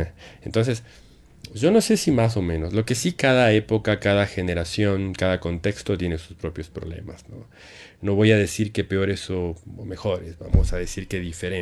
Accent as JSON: {"language": "Spanish", "country": "Ecuador"}